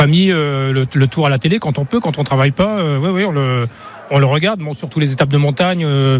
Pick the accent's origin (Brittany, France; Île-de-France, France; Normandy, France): Normandy, France; moved away; je suis originaire de Normandie.